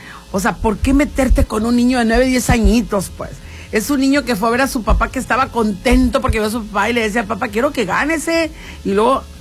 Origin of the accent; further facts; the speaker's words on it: Hermosillo, Sonora, Mexico; somos de Hermosillo y a nosotros no se nos hace que es una grosería